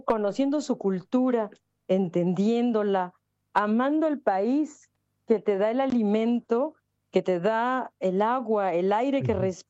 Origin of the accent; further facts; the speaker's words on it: Yucatán, Mexico; yo soy de Yucatán, a mí no me tocó aprender maya